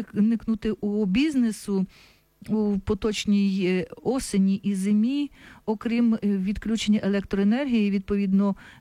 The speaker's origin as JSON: {"language": "Ukrainian", "region": "Kyiv", "country": "Ukraine", "said": "це гудить Київ, я можу сказати, як киянка."}